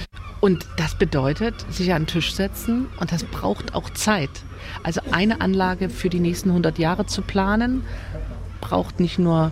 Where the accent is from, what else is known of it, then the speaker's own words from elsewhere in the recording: Dresden, Saxony, Germany; Und ich bin Dresdnerin und Dresden liegt an der Elbe.